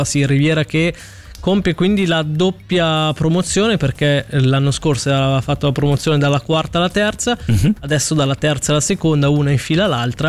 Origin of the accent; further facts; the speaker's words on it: Ticino, Switzerland